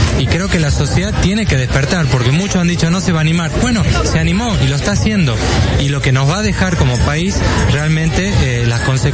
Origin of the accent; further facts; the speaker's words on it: Argentina; la sociedad se está expresando para defender lo que tan grande nos ha hecho como nación, como Argentina, que son las universidades públicas.